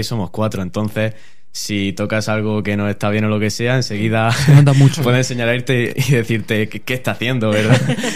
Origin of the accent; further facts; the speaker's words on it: Caravaca de la Cruz, Region of Murcia, Spain; yo soy de Caravaca, de aquí.